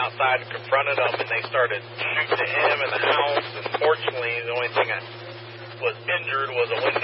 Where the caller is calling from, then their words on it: San Marcos, Texas, United States; I know where I live, I'm in San Marcos, kind of in between, well, South San Marcos, almost into New Braunfels.